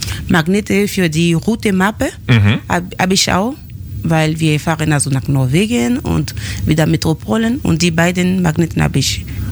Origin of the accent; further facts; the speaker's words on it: Côte d’Ivoire; now in Munich, Germany; Ich komme ursprünglich aus der Elfenbeinküste. Ich wohne in München seit 15 Jahren